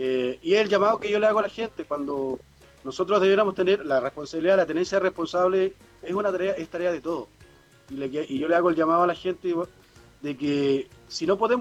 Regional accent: Puerto Aysén, Aysén, Chile; Yo conozco allá, yo soy de Puerto Aysén

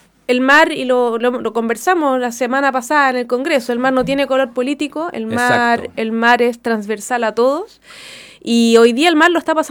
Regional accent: Frutillar, Los Lagos, Chile; sobre todo a la comuna de Frutillar, de donde yo vengo.

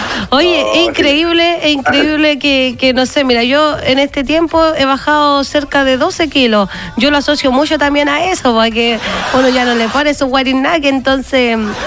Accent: Chile; y como chileno hay que celebrar

